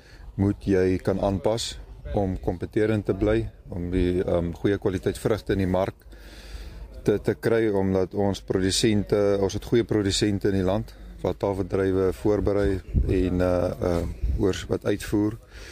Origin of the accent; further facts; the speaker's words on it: Northern Cape, South Africa; Ek kom oorspronklik van die Noord-Kaap af.